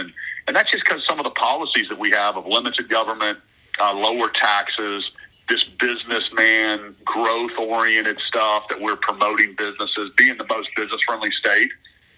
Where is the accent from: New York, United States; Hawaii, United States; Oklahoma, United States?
Oklahoma, United States; Norman; And I grew up in Norman and went to Oklahoma State, started a business here.